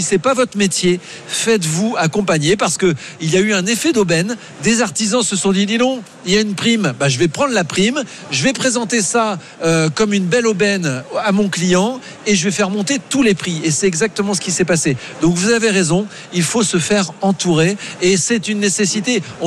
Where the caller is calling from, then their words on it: Aix-en-Provence, Provence-Alpes-Côte d'Azur, France; J'habite en Provence, à Aix-en-Provence.